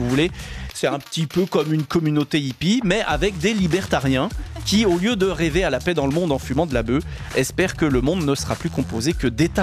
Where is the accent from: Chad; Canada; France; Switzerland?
Switzerland; Alors si jamais chez nous en Suisse